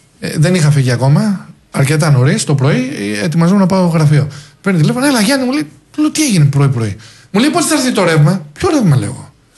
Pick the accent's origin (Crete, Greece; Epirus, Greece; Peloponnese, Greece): Epirus, Greece; Preveza; moved away; Αγαπάω την πόλη μου